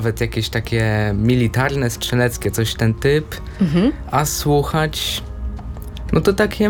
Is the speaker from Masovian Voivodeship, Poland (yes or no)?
yes; Warsaw, Masovian Voivodeship, Poland; Tak, ja na Ochocie mieszkam.